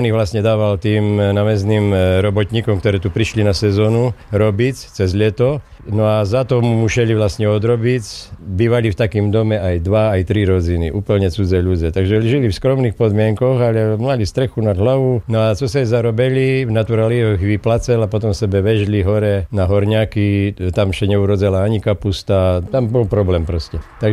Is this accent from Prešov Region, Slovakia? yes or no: yes; Prešov Region, Slovakia; U nás v Šarišu šetému útorí, že komenciaši, to je taký ten šarišský výraz